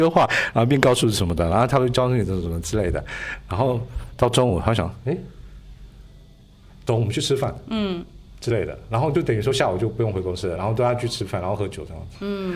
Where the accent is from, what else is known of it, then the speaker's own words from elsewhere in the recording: Taiwan; 不会因为是我来自台湾，还是说、哦、我们从国外回来